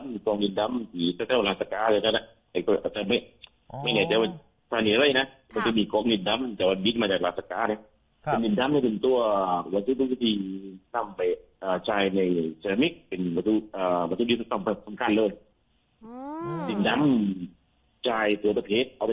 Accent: Southern Thailand, Thailand; ก็เลยตั้งใจว่าเราจะมาตอบแทนบุญคุณบ้านเกิดของเราอ่ะ

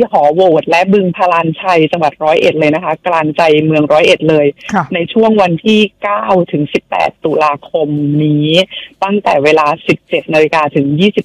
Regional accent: Khon Kaen, Thailand; เป็นคนขอนแก่นค่ะ

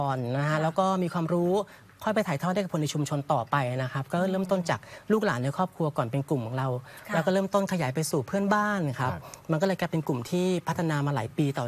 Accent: Bangkok, Thailand; born there; คือพ่อคุณแม่ผมอะครับคือไปโตที่กรุงเทพครับแล้วผมก็เกิดที่กรุงเทพนะฮะแต่ว่าเลือดอีสานเราเข้มข้นนะครับ

